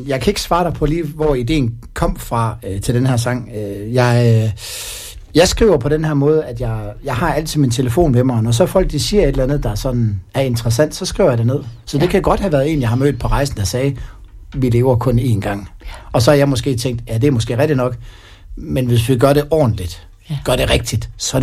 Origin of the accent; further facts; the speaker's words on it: Vejle, Region of Southern Denmark, Denmark; moved away as an adult; also born or lived in Skagen; now in Vendsyssel, Denmark; Jeg er jo barnefødt i Vejle og født og opvokset der også. Og som 19-årig, der emigrerede jeg til Skagen og var deroppe nogle år. Og har så flyttet lidt rundt i Vendsyssel. Og jeg bliver jo aldrig vendelbo